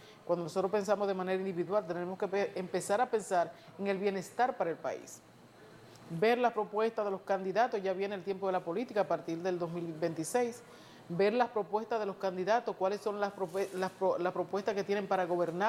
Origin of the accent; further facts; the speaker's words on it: Neiba, Baoruco, Dominican Republic; moved away; Neiva, yo soy de Estero de Neiva.